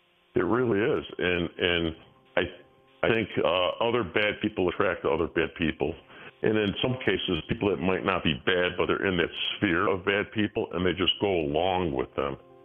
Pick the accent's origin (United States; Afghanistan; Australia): United States; Chicago, Illinois; We sent all manufacturing to China when I was growing up in Chicago, manufacturing.